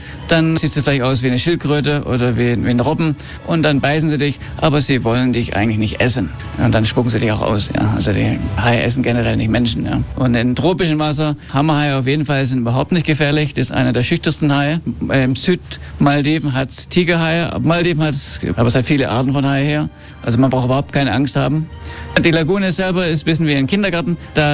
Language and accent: German; Ibiza, Balearic Islands, Spain; now in Maldives; Genau, ich bin in Ibiza geboren und aufgewachsen. Ich habe noch nie in Deutschland gelebt, aber meine Eltern kommen aus Stuttgart.